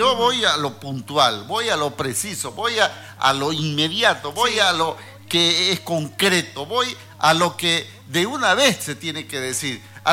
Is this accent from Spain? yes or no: no; Santa Cruz de la Sierra, Santa Cruz, Bolivia; born there; Nací en Santa Cruz, pues, y quiero a Santa Cruz, amo a Santa Cruz, ¿ah? Peleo por Santa Cruz, vivo en Santa Cruz, muero por Santa Cruz.